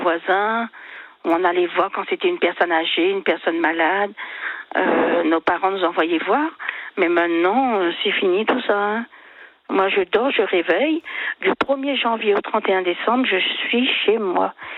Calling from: Le Tampon, Réunion; Je suis au tampon.

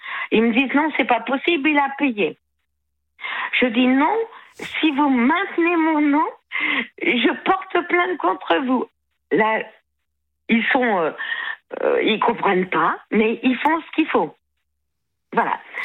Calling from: Brittany, France; je vis en Bretagne

